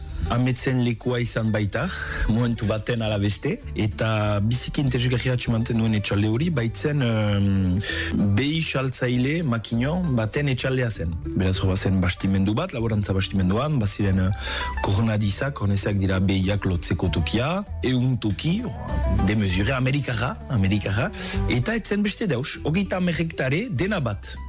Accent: Bayonne, Nouvelle-Aquitaine, France; Azken finean ni Baionakoa naiz eta garai batez barri izan dut urrundu Baionatik

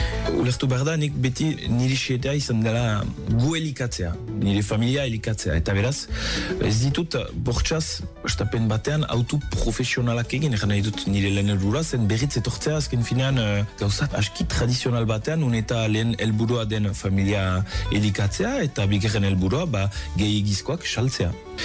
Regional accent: Bayonne, Nouvelle-Aquitaine, France; Azken finean ni Baionakoa naiz eta garai batez barri izan dut urrundu Baionatik

